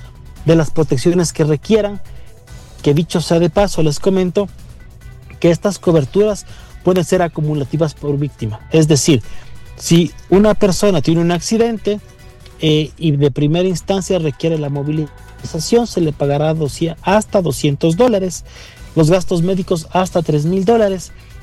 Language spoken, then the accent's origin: Spanish; Ecuador; por qué tenemos como ecuatorianos o como actores viales estas protecciones.